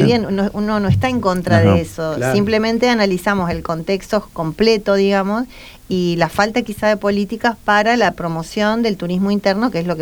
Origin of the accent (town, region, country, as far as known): Argentina